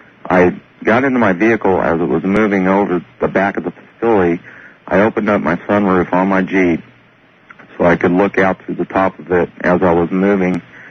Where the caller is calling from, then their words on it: Orange County, California, United States; I'm from Orange County, California.